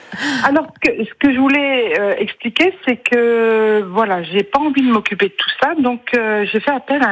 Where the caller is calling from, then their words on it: Les Sorinières, Pays de la Loire, France; Alors, moi, j'habite les Sorinières.